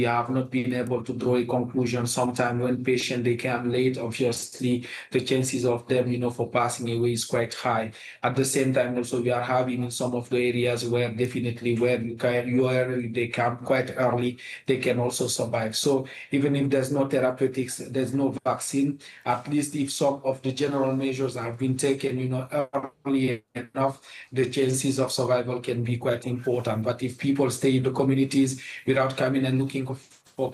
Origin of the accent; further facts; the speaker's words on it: Guinea; I'm originally from Guinea, one of the countries which were affected a decade ago.